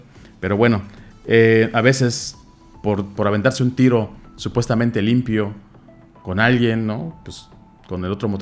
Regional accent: Mexico; Mi colonia es La Jardines. Muchos saben que vivo en La Jardines. Ahí crecí literalmente en La Jardines y en la López Mateos.

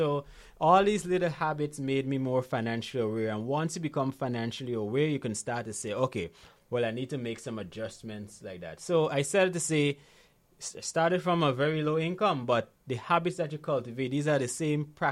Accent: Guyana; born there; moved away; also born or lived in Grenada; I remember when I just moved back to Guyana in 2016, right? I was born in Guyana, by the way.

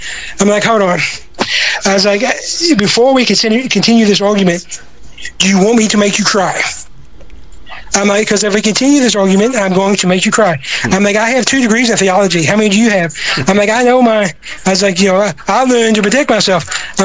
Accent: Southern United States, United States; And growing up in the Bible Belt, I got that asked a lot in different ranges.

